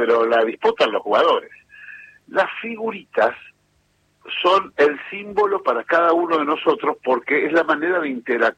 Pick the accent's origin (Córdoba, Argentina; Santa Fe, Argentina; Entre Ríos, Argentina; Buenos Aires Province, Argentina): Buenos Aires Province, Argentina; Adrogué; mi escuela de chico en Adrogué